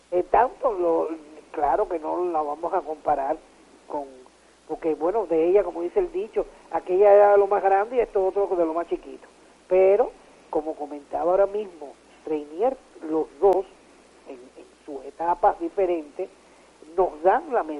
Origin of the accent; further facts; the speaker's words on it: Cuba